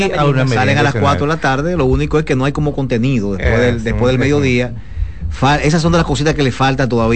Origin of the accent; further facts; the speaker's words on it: Dominican Republic; Bueno, somos dominicanos.